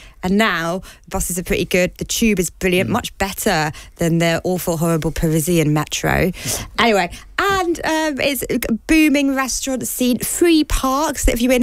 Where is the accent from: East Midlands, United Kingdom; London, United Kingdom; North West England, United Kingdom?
London, United Kingdom; I'm a Londoner from London, live in London and work in London